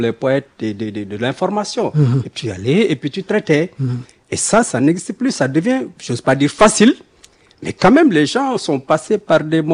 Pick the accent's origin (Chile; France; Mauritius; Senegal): Senegal; Thiès; Le primaire, c'était à Thiès.